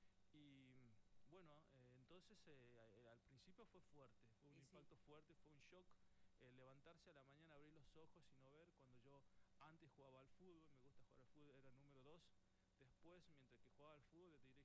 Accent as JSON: {"language": "Spanish", "region": "Tucumán", "country": "Argentina", "moved": "as an adult", "said": "Tengo 42 años, así que vengo desde Tucumán, llegué acá en el 2024, estamos en el 2026."}